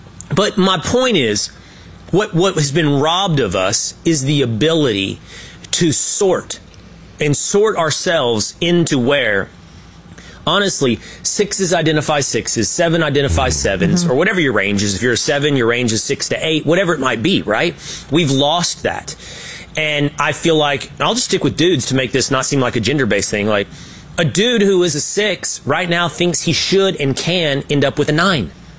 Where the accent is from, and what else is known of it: Sherman, Texas, United States; born or raised there